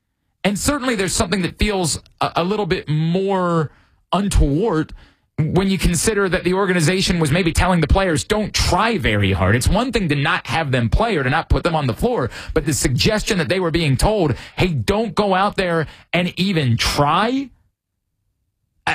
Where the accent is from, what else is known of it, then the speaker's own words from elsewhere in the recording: Baltimore, Maryland, United States; I'm from Baltimore